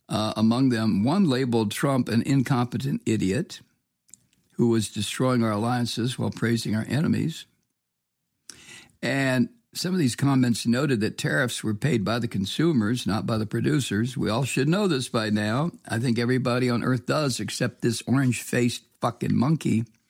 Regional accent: Toledo, Ohio, United States; As I've told you many times, I was brought up in Toledo, Ohio, on the shores of Lake Erie.

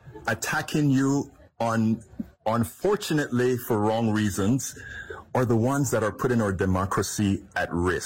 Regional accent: Panama; now in United States; I am from Panama, Central America.

